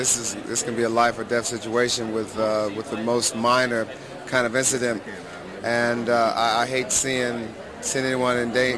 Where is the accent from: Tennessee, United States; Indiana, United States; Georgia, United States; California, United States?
Indiana, United States; This is the very first time that I've ever been to a race, even though I am from Indiana.